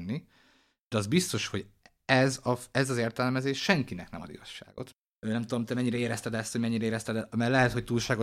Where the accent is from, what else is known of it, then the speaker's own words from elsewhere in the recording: Hungary; hát igazából sértve magyarként. Úgyhogy ennek a társadalomnak a tagja vagyok